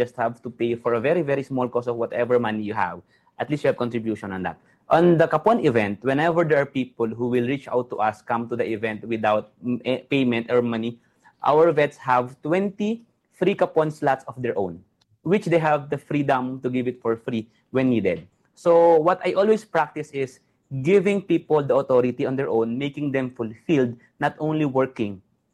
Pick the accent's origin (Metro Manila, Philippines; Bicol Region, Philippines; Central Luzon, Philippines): Central Luzon, Philippines; Gapan; We have one clinic in my hometown that's in Gapan City, Nueva Ecija.